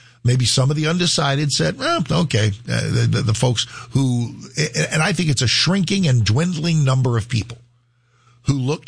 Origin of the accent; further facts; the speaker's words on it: North Carolina, United States; We're from North Carolina